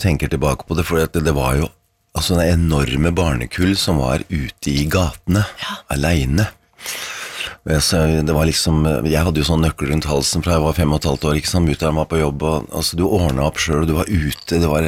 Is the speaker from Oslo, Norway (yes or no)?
yes; Oslo, Norway; Jeg er fra Torshov